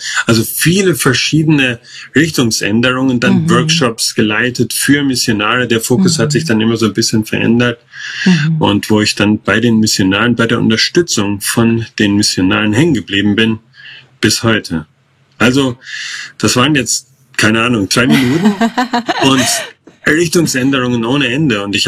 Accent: Central Germany, Germany; born there; Ich komme hier gebürtig aus der Mitte von Deutschland. Vielleicht hört man das auch ein bisschen an meinem Akzent.

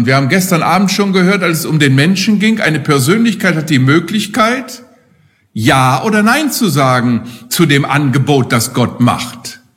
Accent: Steinbach, Hesse, Germany; Würden fast bis in meinen Heimatort Steinbach sehen können.

